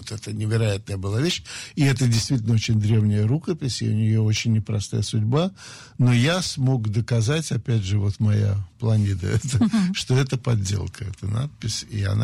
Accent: Saint Petersburg, Russia; Слушайте, я мальчик питерский, занимался каратэ, прошел русскую армию советскую

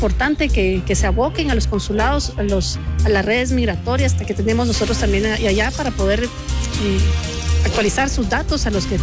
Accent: Guatemala

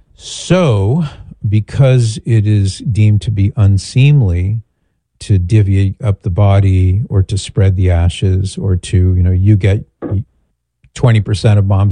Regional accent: California, United States; Now, I'm from California, Rose, but I don't know where Bay Point is.

